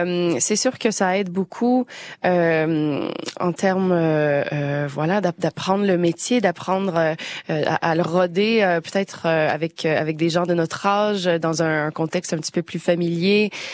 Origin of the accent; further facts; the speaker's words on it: Val-d'Or, Quebec, Canada; Oui, alors je suis originaire d'une petite ville environ 500 kilomètres au nord de Montréal qui s'appelle Val-d'Or. Et c'est ça, c'était vraiment le contact très très proche avec la nature